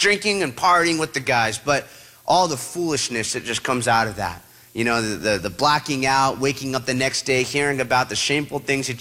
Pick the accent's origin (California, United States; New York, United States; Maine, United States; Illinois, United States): California, United States; Huntington Beach; I think we stashed the other one in my dad's garage in my hometown. So I get stitched up by the dock in Coronado, San Diego, and I go, I'm going to go back and go drink that other keg of beer. So I make my way back to Huntington.